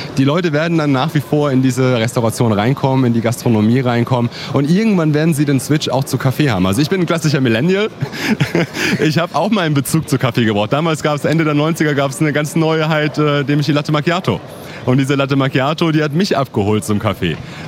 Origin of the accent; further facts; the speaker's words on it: Germany; Also ich bin ein Deutscher, man hört es ja.